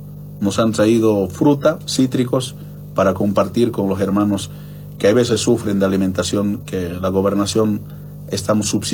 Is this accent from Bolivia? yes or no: yes; Cochabamba, Bolivia; la región de donde yo vengo, la región del Trópico de Cochabamba, una zona muy linda, muy productiva del Trópico